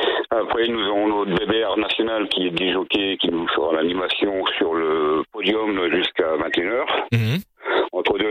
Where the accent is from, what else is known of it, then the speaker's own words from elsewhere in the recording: Hauts-de-France, France; Les Ch'tis parce qu'on est du Nord, Truckers parce que on est tous des routiers.